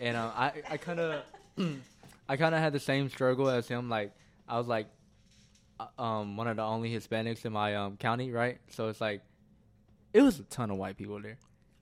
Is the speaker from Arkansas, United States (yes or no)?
yes; Forrest City, Arkansas, United States; I grew up in Forest City.